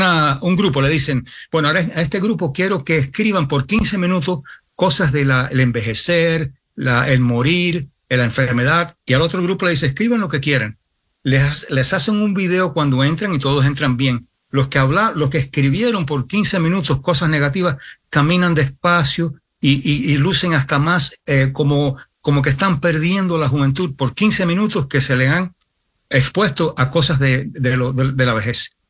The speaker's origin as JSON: {"language": "Spanish", "region": "New York", "country": "United States", "tie": "born or raised there", "lives_now": "Spain?", "said": "Cuando yo me crié en Nueva York y vivía en un barrio donde no había muchos hispanos, mi familia es de España, pero hispanos, hispanos."}